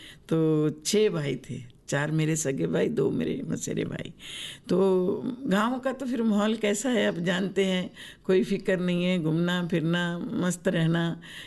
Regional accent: Jalandhar district, Punjab, India; moved away as an adult; now in Andaman and Nicobar Islands, India; Actually मेरा जन्म पंजाब में हुआ था। मेरा गांव का नाम है संधवा, जिला जलंधर। तो शादी के बाद में हम यहाँ अंडमान में आ गए।

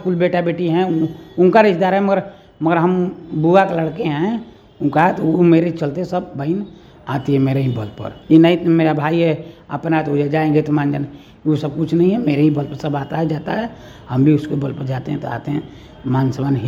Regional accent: Bihar, India; now in Sasaram, India; मेरा गांव ढौड़ा धंकाड़ा है

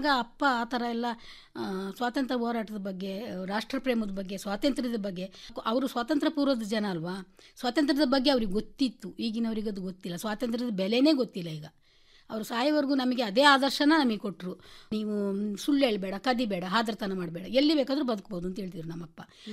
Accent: Kodagu, Karnataka, India; accent: Mysore Kannada; ನಮ್ಮ ಕನ್ನಡ ಅಂದ್ರೆ ನಮ್ದು ಮೈಸೂರು ಕನ್ನಡ ಜಾಸ್ತಿ ನಮ್ಮೂರಲ್ಲಿ

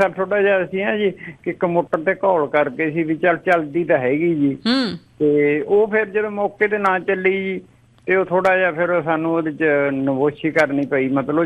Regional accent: Ghariana, Punjab, India; ਮੇਰਾ ਪਿੰਡ ਹੈ ਜੀ ਘੜਿਆਣਾ, ਤੁਹਾਡੇ ਪ੍ਰੋਗਰਾਮ ਐਪ ਤੇ ਸੁਣੀ ਦੇ।

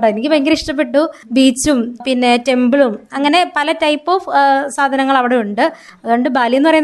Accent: Adimali, Kerala, India; moved away as an adult; also born or lived in Thiruvananthapuram; now in Kumbalangi, India; Marriage ചെയ്ത് കൊണ്ടുപോയിരിക്കുന്നത് കുമ്പളങ്ങിയിലേക്കാണ്. എന്റെ സ്വന്തം സ്ഥലമാണ് അടിമാലി.

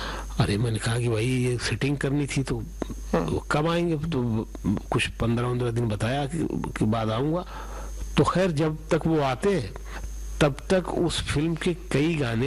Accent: Surat, Gujarat, India; now in Mumbai, India; तो मैं सूरत से मुंबई आ गया 2001 फरवरी में

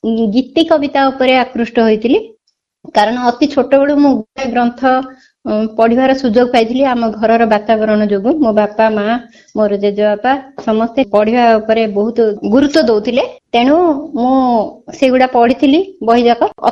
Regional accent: Odisha, India; now in Koraput, India; ଭଞ୍ଜଭୂମିର ଝିଅ ଓ ବୋହୁ, କୋରାପୁଟ ଠାରେ ମୁଁ ବର୍ତ୍ତମାନ ବାସ କରୁଛି।

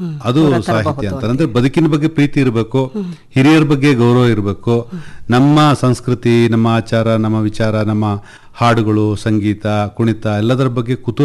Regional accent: Koynadu, Karnataka, India; ನಮ್ಮೂರು ಕೊಯನಾಡಿನಲ್ಲಿ, ಅಲ್ಲೂ ಕೂಡ ನಾನು ಶಾಲೆ ಕಲಿತಾ ಇದ್ದೆ.

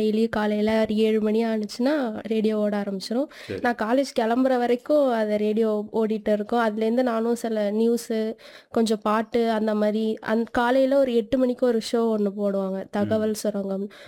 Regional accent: Nedungadu, Puducherry, India; Nedungadu sir.

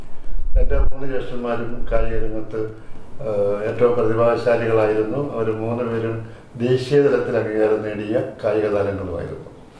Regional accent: Alappuzha, Kerala, India; born there; നെടുമുടിയാണ് എൻ്റെ അച്ഛൻ്റെ ജന്മദേശം. പക്ഷെ ഞാൻ ജനിച്ചത് ആലപ്പുഴയിലാണ്.

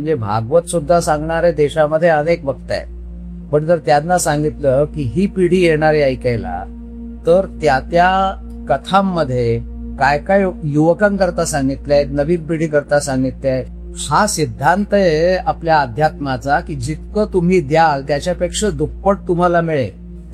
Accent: Varanasi, Uttar Pradesh, India; now in Lucknow, India; मी मूळचा काशीचा राहणारा, पण 1996 मध्ये मी लखनौला आलो

